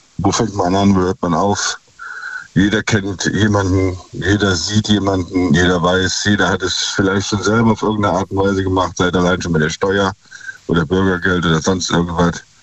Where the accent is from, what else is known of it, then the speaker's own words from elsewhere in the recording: Rhineland-Palatinate, Germany; Auch aus der Nähe von Mayen. Nicht direkt aus Mayen, wie der Vorredner, aber aus der Nähe von Mayen.